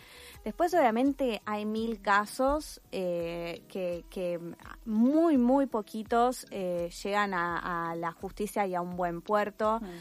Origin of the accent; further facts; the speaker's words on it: Luján, Buenos Aires Province, Argentina; Yo soy de Luján, que también es pueblo fumigado